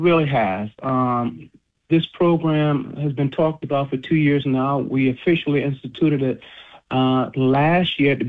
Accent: Edisto Island, South Carolina, United States; I'm originally from Edisto Island and I went to Baptist Hill High School

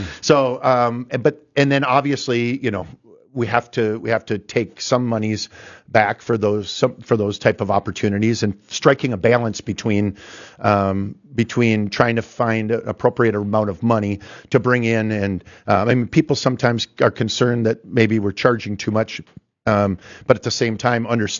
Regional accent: Fargo, North Dakota, United States; Because I grew up in North Fargo, and outside of school playgrounds, you had to try to get neighborhood parks into these developments

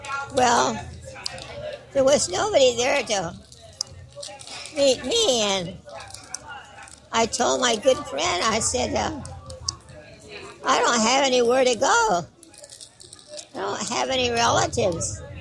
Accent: California, United States; because I'm not from here. I'm from the Bay Area.

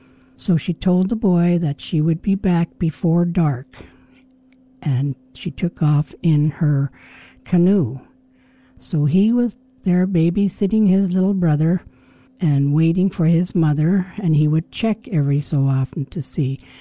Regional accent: Metlakatla, Alaska, United States; I was born and raised in Metlakatla, Alaska. I am a full-blood Tsimshian.

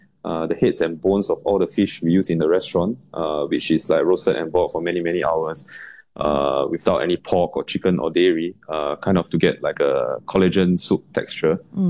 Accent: Singapore; So as a Singaporean, we have, in our daily lives, we see things from all over the world and we kind of like reinterpret them and it becomes Singaporean

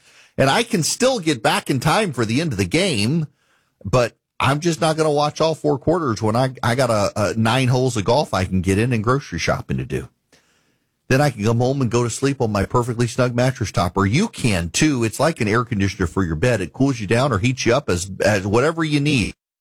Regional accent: Louisiana, United States; I'm from Louisiana.

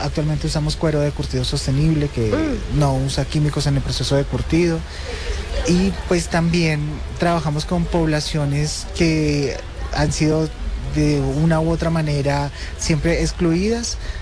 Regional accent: Arauca, Colombia; Yo soy de Arauca, nací y crecí en Arauca.

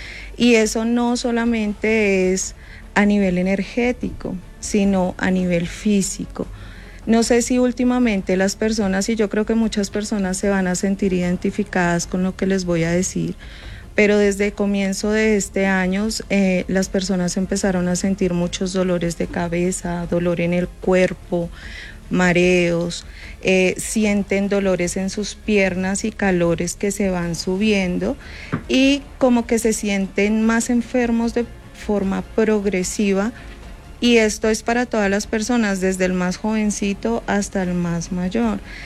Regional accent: Casanare, Colombia; Soy oriunda de Casanare, Llanera.

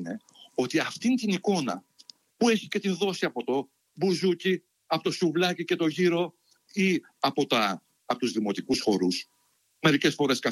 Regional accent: Greece; σαν Έλληνα

